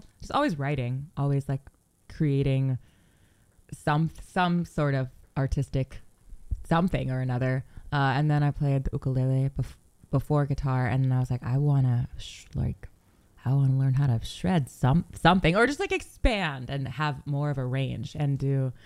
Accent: St. Paul, Minnesota, United States; I grew up in St. Paul, Minnesota.

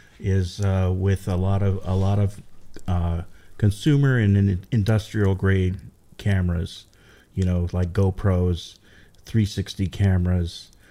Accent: Lahaina, Hawaii, United States; now in Los Angeles area, United States; it was really great growing up in Lahaina.

